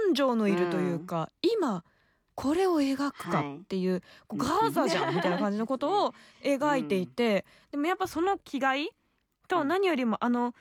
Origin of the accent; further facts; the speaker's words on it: Kobe, Hyogo, Japan; moved away; あと私あの地方から出てきてるんですけど、はい、神戸出身なんですけど